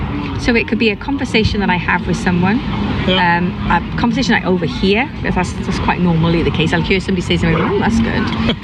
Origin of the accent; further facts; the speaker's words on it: Wales, United Kingdom; it was about my family and growing up in South Wales.